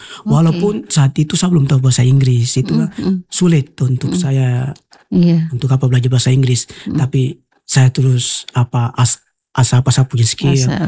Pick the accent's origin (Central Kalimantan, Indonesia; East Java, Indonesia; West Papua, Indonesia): West Papua, Indonesia; Karena kita orang Arfak itu dulu, sebelum dia maju itu kita dulu, orang tua kita makan dari alam.